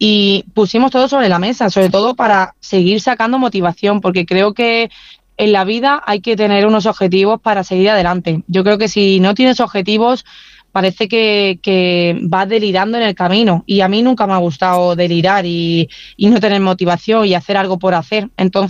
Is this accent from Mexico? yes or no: no; Huelva, Andalusia, Spain; cuando bajé a mi tierra, a Huelva, y lo pude disfrutar con mi familia.